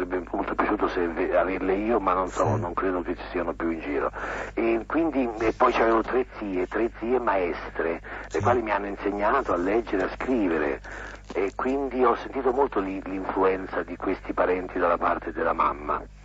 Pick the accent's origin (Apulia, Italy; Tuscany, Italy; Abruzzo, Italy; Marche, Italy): Marche, Italy; Ancona; born there; Io sono nato ad Ancona, però ho ascendenze toscane, fiorentine.